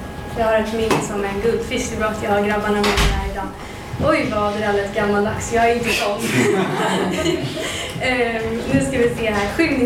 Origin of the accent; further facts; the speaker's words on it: Sweden; Det är bra att jag är svensk igen, så man blir helt slut på den här värmen.